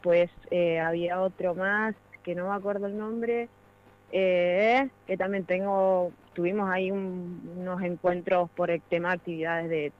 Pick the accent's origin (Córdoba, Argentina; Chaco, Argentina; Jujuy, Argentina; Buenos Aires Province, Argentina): Buenos Aires Province, Argentina; Sánchez; Sí, yo soy de Sánchez, pero el acento no me lo puedo sacar.